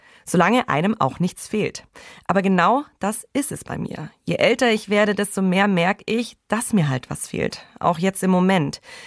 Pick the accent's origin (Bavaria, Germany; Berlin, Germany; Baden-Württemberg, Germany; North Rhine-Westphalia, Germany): Bavaria, Germany; Heiligabend in meiner Heimat, dem Allgäu.